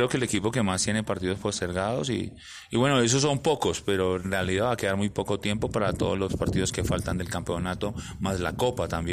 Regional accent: Colombia; uno como colombiano

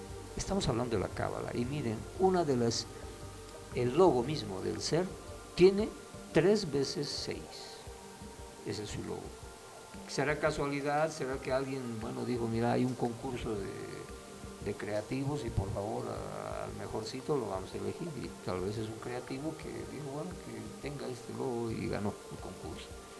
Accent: Bolivia

